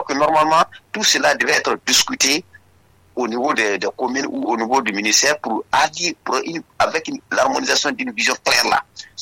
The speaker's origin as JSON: {"language": "French", "country": "Guinea", "said": "nous sommes Guinéens, nous vivons la réalité."}